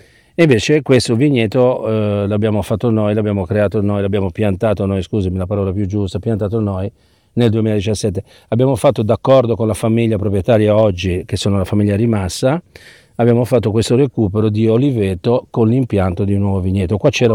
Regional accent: Genoa, Liguria, Italy; ci aggiungo anche da genovese

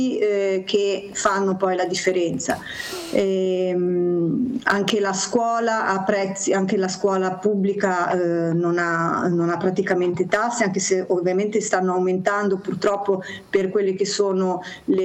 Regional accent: Genoa, Liguria, Italy; moved away as an adult; now in Brussels, Belgium; Ti senti a casa quando sei a Genova

